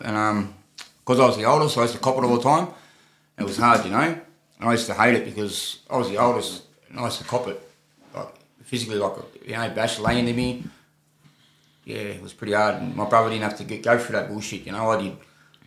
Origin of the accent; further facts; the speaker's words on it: Sydney, New South Wales, Australia; also born or lived in La Perouse; I'm from Redfern, Yura and Gadigal, man.